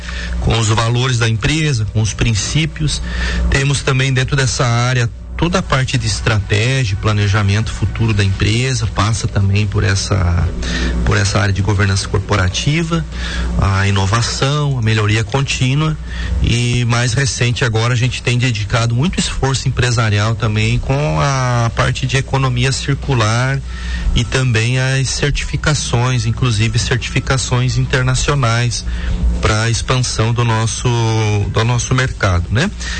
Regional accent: Três Barras, Santa Catarina, Brazil; A Lambert era uma grande serraria americana que se instalou lá em Três Barras, que é a minha terra natal.

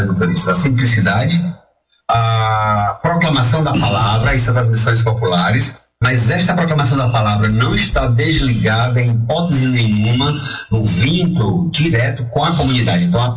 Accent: Dom Pedro, Maranhão, Brazil; also born or lived in Genipapo, Presidente Dutra, Maranhão; eu sou natural do Maranhão. Eu nasci em 1969, eu sou o último filho de um casal … 8 irmãos, eu sou o último.

